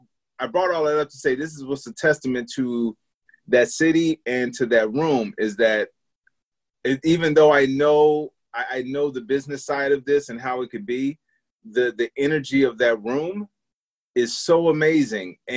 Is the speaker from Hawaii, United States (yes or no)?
no; Chicago, Illinois, United States; when they find out I'm from Chicago, they'll be like, oh, what do you think about the Sox and the Cubs?